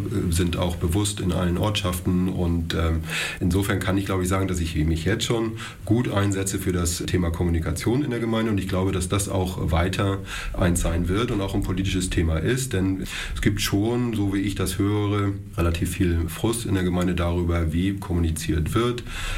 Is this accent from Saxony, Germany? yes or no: no; Flensburg, Schleswig-Holstein, Germany; now in Roßdorf, Germany; ich bin seit knapp 5 Jahren Rossdorfer, ich komme ursprünglich aus Flensburg